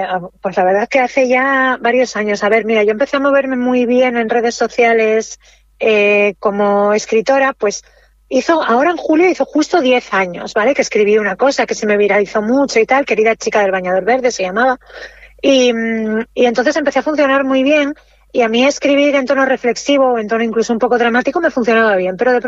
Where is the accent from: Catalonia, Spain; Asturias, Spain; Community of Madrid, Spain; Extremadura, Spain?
Asturias, Spain; yo soy de Asturias y además soy de pueblo minero